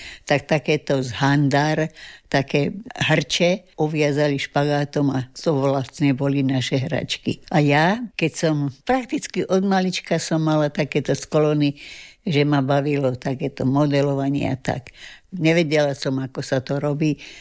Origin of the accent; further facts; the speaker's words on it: Zlín Region, Czechia; now in Slovakia; Nepochádzame, pochádzam z Moravy, od Uherského Brodu.